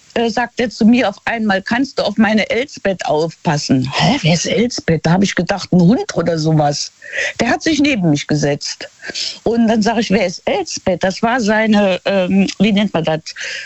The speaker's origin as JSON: {"language": "German", "country": "Luxembourg", "said": "dieses Gemeindekaffee heißt das bei uns in Luxemburg"}